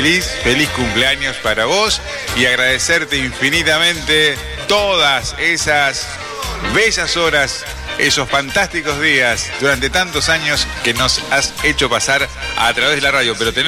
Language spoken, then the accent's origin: Spanish; General Pico, La Pampa, Argentina; Estas son voces de mi tierra, son voces de la ciudad de General Pico, de la provincia de La Pampa.